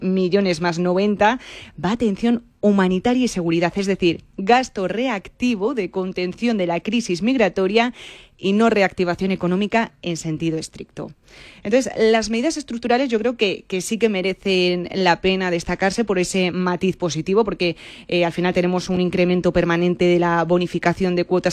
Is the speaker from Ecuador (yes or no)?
no; Spain